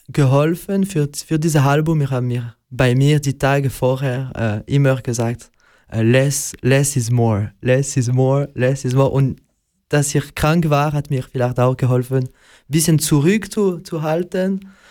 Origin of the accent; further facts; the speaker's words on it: Sicily, Italy; ich bin ja Italiener und war auch aus Sizilien.